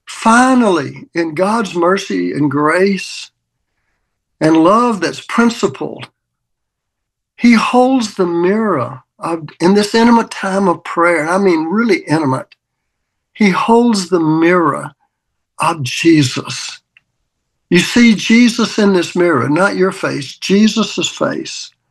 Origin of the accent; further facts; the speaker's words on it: Mississippi, United States; I grew up in the Mississippi in the era of total racism, fought it as even a young teenager.